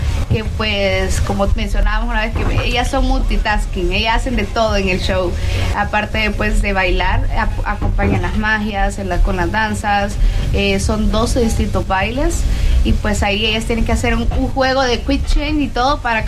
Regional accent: El Salvador; soy de El Salvador, representado el Pulgarcito de América.

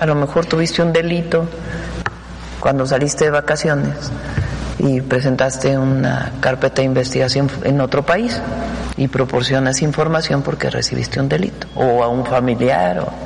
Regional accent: Mexico; no lo hemos permitido como mexicanas y mexicanos

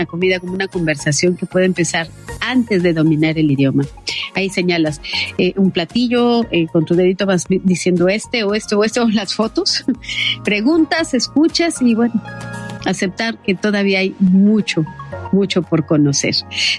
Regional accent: Mexico

